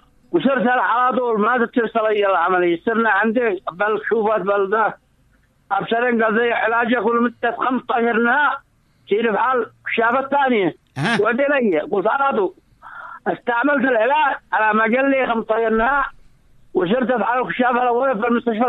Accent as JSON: {"language": "Arabic", "town": "Bani Matar", "region": "Sanaa", "country": "Yemen", "said": "من منطقة متنة."}